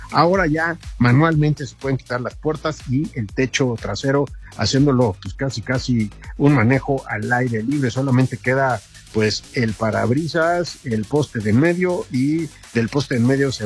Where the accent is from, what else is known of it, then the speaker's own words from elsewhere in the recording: Mexico; nosotros como mexicanos